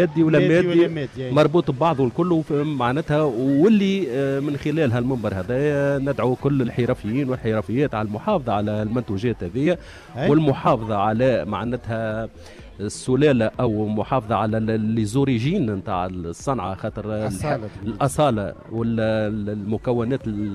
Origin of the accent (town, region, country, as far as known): Testour, Béja, Tunisia